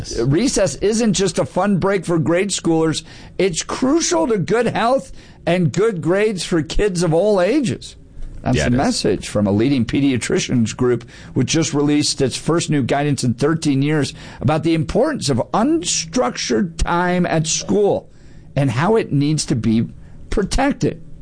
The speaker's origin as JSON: {"language": "English", "town": "Denver", "region": "Colorado", "country": "United States", "tie": "born or raised there", "said": "Born and raised in Denver, moved out of Denver because of what had become, probably even heading out of Colorado at this point."}